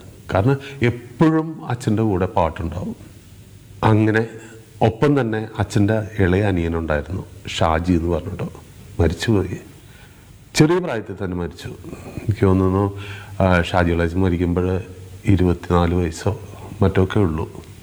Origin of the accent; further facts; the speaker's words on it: Kochi, Kerala, India; ഞാൻ ജനിച്ചു വളർന്ന കലൂര്, ഞാൻ ജനിക്കുന്ന കാലത്ത് ഏകദേശം ഒരു ഗ്രാമപ്രദേശം തന്നെയായിരുന്നു.